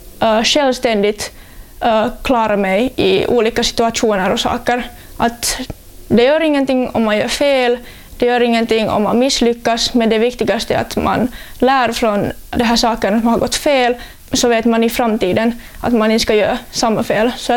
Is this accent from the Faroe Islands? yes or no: no; Espoo, Uusimaa, Finland; jag känner mig nu att jag är ändå en kines fast jag har bott och levt här i Finland hela mitt liv.